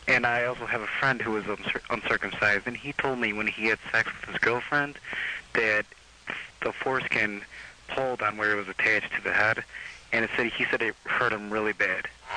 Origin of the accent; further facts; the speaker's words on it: Illinois, United States; I'm outside Chicago, suburb.